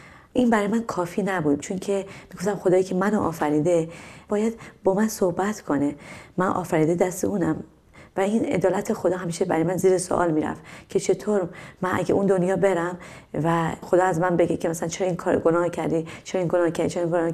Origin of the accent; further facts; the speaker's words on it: Iran; من از یه خانواده مذهبی خیلی شدیدی هستم توی ایران و توی خانواده بزرگ شدم